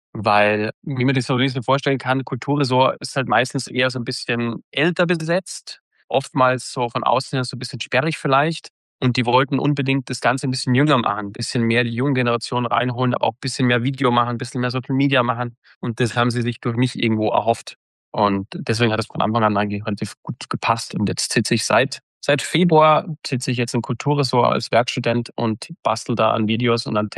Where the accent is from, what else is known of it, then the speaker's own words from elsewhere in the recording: Austria; wenn man als Österreicher vielleicht in den hohen Norden zieht und gerade auch im Journalismus weiß, Networking ist fast alles